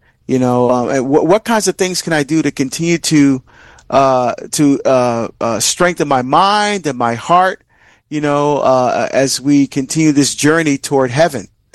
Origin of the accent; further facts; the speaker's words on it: Barbados; Please keep us in your prayers as we travel together to my home country of Barbados.